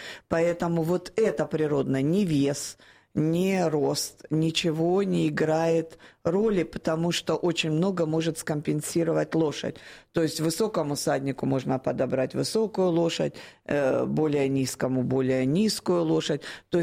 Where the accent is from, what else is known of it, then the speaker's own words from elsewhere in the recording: Rostov-on-Don, Rostov Oblast, Russia; Ну, мне это очень близко, потому что я сама родом из Ростова-на-Дону, и я села на лошадь практически, когда начала ходить